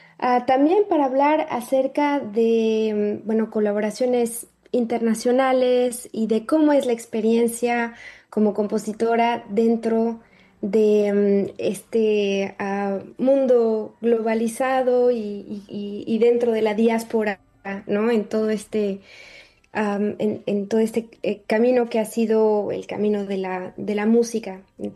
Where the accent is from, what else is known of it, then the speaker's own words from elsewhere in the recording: Mexico; moved away; de cuando crecí en México